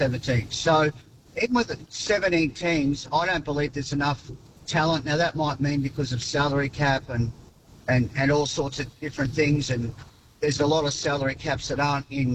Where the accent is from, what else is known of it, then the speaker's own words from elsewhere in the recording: Queensland, Australia; …, you would all know, I'm a Queenslander, but you can't deny